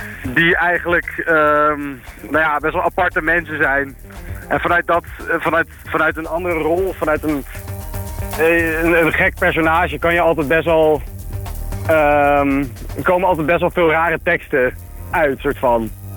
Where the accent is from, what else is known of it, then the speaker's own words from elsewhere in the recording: Haarlem, North Holland, Netherlands; We komen uit Haarlem, tenslotte.